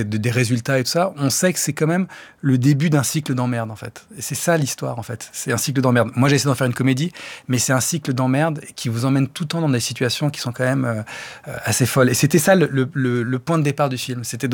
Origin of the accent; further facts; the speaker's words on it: Lebanon; Moi, je suis grec du Liban et les rares fois où j'ai été au Liban, je vais beaucoup plus en Grèce.